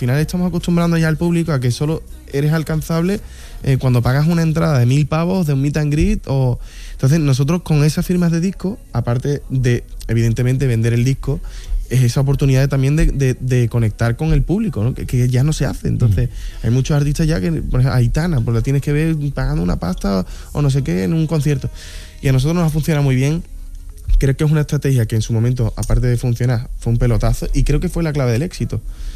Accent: Andalusia, Spain; Ah, somos andaluces

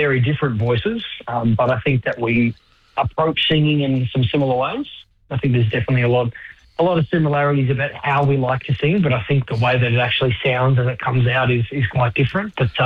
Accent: Australia; I think that he's important to us as a human, as an Australian.

